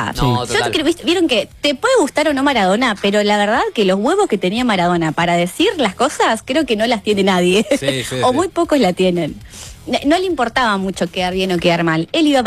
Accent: Argentina; now in Ushuaia, Argentina; el miércoles salí a festejar como tantos argentinos.

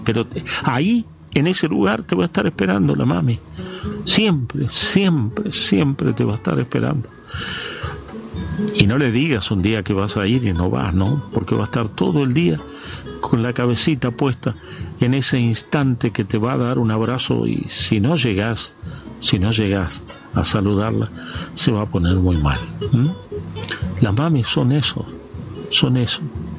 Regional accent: Argentina; los argentinos somos los argentinos

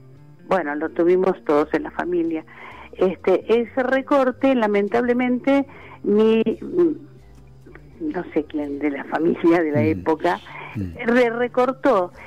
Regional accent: Mar del Plata, Buenos Aires Province, Argentina; Soy de Mar del Plata.

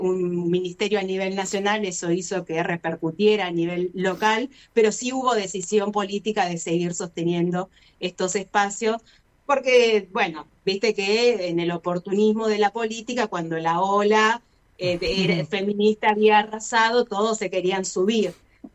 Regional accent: Quilmes, Buenos Aires Province, Argentina; nosotros que somos de Quilmes

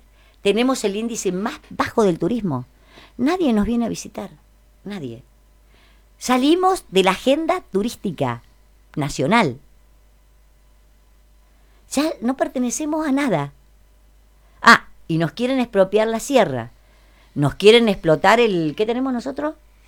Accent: San Luis, Argentina; Yo soy parte de San Luis.

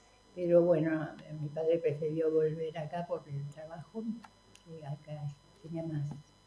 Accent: Buenos Aires, Argentina; born there; also born or lived in Uruguay / Ciudad Evita; nací en Caballito.

